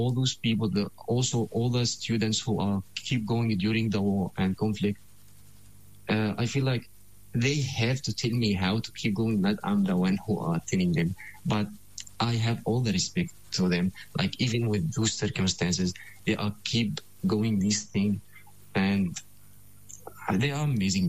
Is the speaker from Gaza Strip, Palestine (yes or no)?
yes; Gaza, Gaza Strip, Palestine; moved away; I'm from Gaza